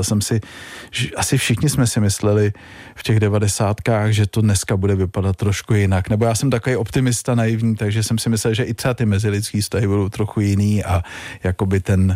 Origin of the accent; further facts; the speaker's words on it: Prague, Czechia; já jsem jako Pražák, narodil jsem se v Praze, Prahu.